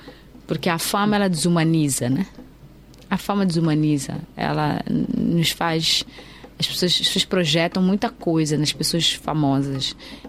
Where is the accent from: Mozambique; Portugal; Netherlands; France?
Mozambique; Mas eu sou muito moçambicana, moçambicana ferrenha.